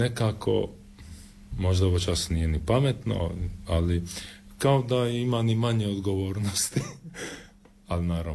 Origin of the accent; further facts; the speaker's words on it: Sinj, Split-Dalmatia County, Croatia; born there; Rođen sam u Sinju s prebivalištem u mjestu Karakašica, to je ovdje 3 km dalje.